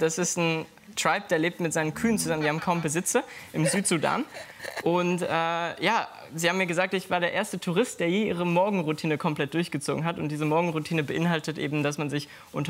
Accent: Mönchengladbach, North Rhine-Westphalia, Germany; Ich komme aus Mönchengladbach, die Stadt ist nicht für viel bekannt, aber Fußball kennt man.

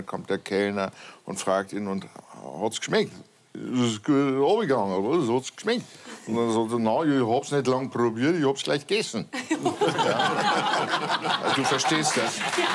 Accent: Kiel, Schleswig-Holstein, Germany; moved away as an adult; now in Munich, Germany; Nein, meine Heimat, ja, das ist tatsächlich Kiel am Meer, aber das ganze Erwachsenenleben war ich immer in München.

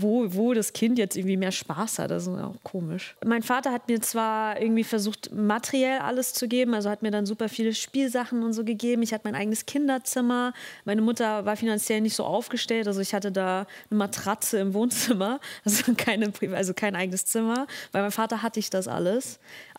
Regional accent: Germany; born or raised there

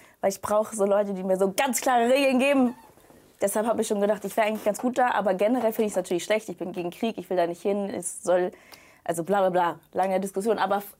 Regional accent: Northern Germany, Germany; also born or lived in Bad Oldesloe; Erstmal bin ich in Norddeutschland aufgewachsen.

